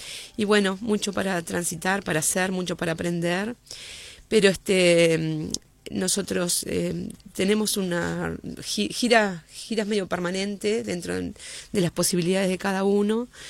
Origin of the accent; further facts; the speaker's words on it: Tacuarembó, Uruguay; Soy de Tacuarembó, vivo en Tacuarembó, vivo y lucho en Tacuarembó.